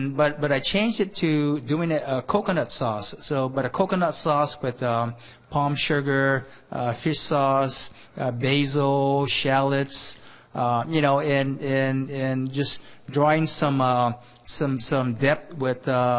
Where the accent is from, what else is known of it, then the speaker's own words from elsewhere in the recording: Japan; English is a second language; since I was born and raised in Japan, I'm not really a poke guy.